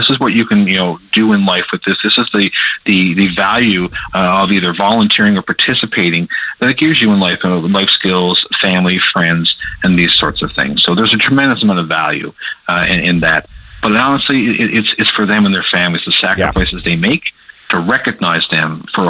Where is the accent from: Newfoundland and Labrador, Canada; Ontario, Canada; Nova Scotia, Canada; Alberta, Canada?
Newfoundland and Labrador, Canada; Grand Falls-Windsor; I grew up here in Grand Falls, Windsor, and Terry was the voice on the radio.